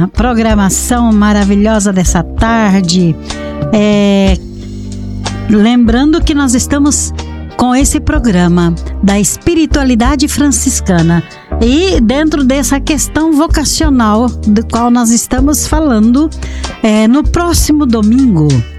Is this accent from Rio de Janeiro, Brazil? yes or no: no; Cianorte, Paraná, Brazil; principalmente para nós que somos daqui, da cidade de Cianorte